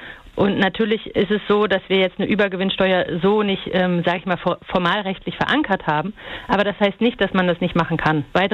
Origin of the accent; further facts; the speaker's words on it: Freiberg, Saxony, Germany; ich bin in Freiberg aufgewachsen und kenne genau die Sorgen der Menschen